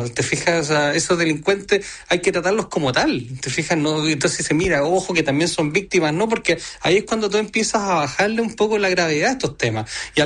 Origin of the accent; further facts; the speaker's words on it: Chile; y yo lo digo como cualquier chileno